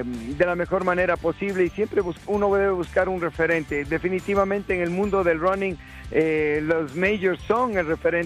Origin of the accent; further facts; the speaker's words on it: Cuenca, Azuay, Ecuador; Yo, como soy indio, cholo, cuencano